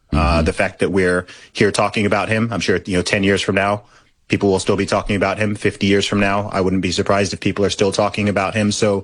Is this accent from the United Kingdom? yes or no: yes; United Kingdom; certainly as a Brit, many people in the UK kind of think of Canada as the nicer, friendlier, less crazy version of America.